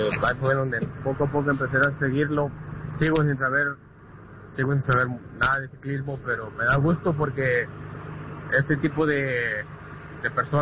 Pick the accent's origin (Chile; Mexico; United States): Mexico; como mexicano me da gusto que este muchacho la esté rompiendo y que siga así y que siga abriendo puertas